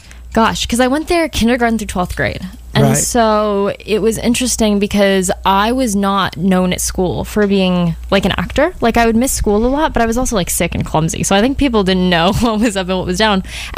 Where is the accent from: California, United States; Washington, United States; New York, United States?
California, United States; Los Angeles; I identify so strongly as a Valley girl. First of all, I want to set the record straight. I went to school in the Shokes. I grew up in Tarzana. I have so much Tarzana pride.